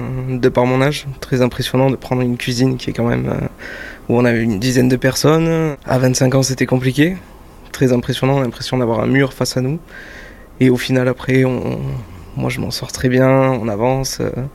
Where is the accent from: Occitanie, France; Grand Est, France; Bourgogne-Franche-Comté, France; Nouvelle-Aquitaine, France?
Occitanie, France; Toulouse; also born or lived in Gruissan / Lauragais; j'ai grandi à Toulouse et à Gruissant. J'ai alterné beaucoup entre les deux, donc il y a un peu de mer, un peu de terre, très terroir, parce que mes parents habitent dans le Lauragais, donc j'ai grandi dans le Lauragais et au bord de la mer